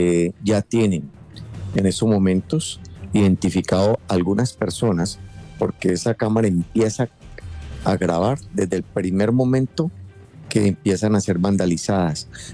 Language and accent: Spanish; Cali, Valle del Cauca, Colombia; nosotros, como ciudadano caleño